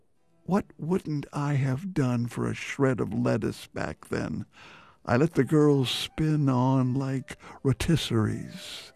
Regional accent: United States; I'm obviously an American

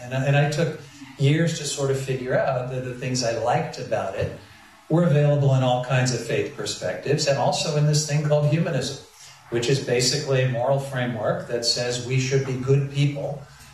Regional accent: Independence, Missouri, United States; moved away as an adult; I was born in Independence, Missouri

